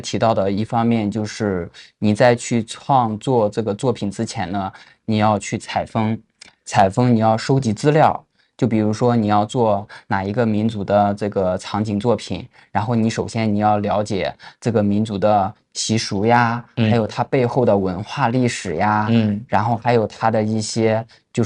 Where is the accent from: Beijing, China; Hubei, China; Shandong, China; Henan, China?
Henan, China; moved away as an adult; now in Xinjiang, China; 你一个河南人，你怎么会做新疆的这个特色的